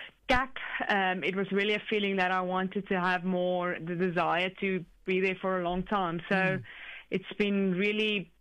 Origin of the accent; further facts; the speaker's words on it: South Africa; being a South African